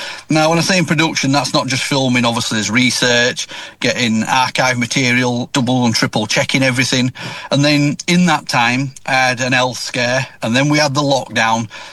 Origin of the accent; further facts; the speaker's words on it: Thornhill Lees, Yorkshire and the Humber, United Kingdom; And with growing up in Thornhill Lees, I started there, really. I mean, the park behind the house where I grew up used to be a Kilner bottle factory.